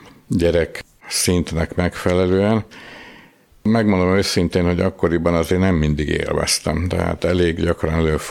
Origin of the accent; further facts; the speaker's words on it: Budapest, Hungary; 7 éves koromtól kezdve húgommal együtt minden szombaton átgyalogoltunk, Rákoshegyen nőttünk föl, Rákoshegy egyik oldaláról a másikra